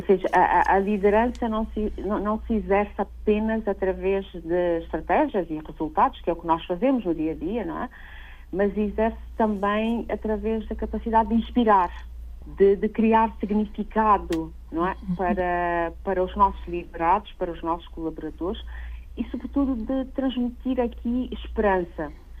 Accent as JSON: {"language": "Portuguese", "country": "Cape Verde", "said": "enquanto cabo-verdiana"}